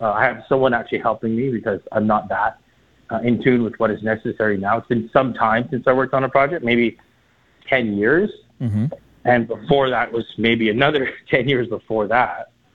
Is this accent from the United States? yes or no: no; Port Alberni, British Columbia, Canada; born there; Like I was born in Port Alberni.